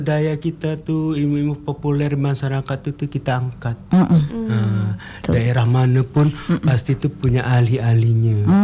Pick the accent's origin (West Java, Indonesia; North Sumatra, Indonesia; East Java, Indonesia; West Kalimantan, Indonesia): West Kalimantan, Indonesia; Jadi kita nih orang Kalimantan Barat